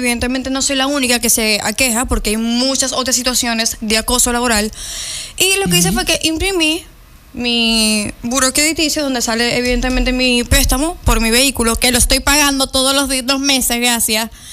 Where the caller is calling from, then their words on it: Maracaibo, Zulia, Venezuela; yo soy maracucha